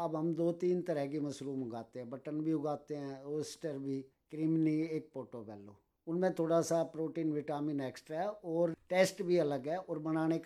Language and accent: Hindi; Delhi, India; हाँ जी, मैं दिल्ली का रहने वाला हूँ